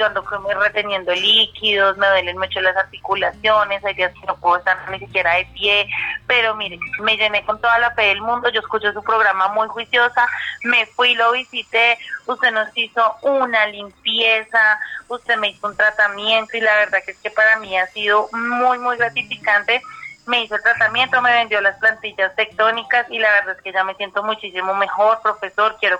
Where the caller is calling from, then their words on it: Medellín, Antioquia, Colombia; Aquí es de Medellín, Antioquia.